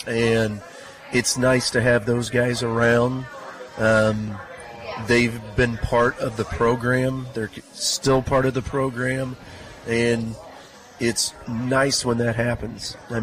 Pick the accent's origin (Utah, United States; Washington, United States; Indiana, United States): Indiana, United States; moved away; doing it kind of back in my hometown there.